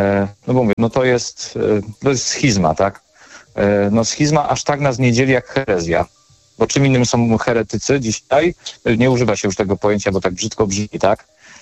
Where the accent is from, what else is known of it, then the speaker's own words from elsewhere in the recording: Kraków, Lesser Poland, Poland; U nas w Krakowie